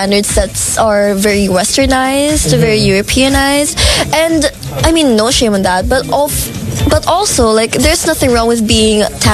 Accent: Philippines; I think that is something that's very innate to us Filipinos.

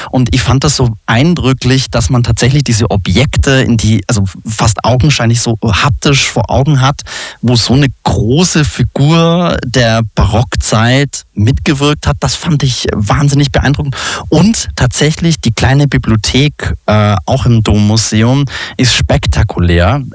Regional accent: Bavaria, Germany; moved away; ich bin in Nordbayern aufgewachsen

